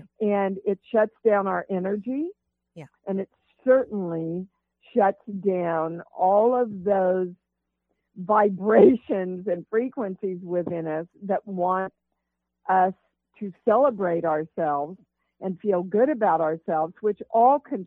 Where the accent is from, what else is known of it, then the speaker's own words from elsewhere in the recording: Kansas, United States; I come from Kansas, and I was taught you never say how good you are.